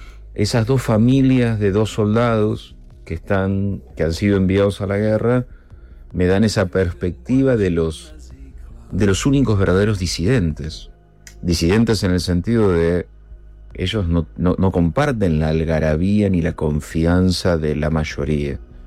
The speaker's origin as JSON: {"language": "Spanish", "country": "Argentina"}